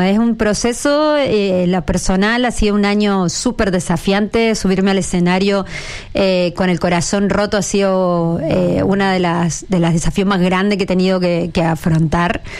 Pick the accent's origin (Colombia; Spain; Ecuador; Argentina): Argentina; now in Chile; Y yo estoy acá y me dicen, no se te va el acento. Digo, yo no sé ahora cómo hablo, y soy chilena, yo soy argentina.